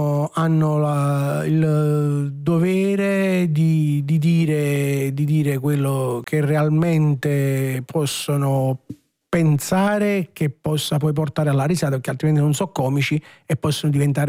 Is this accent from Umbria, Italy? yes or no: no; San Giorgio a Cremano, Campania, Italy; born there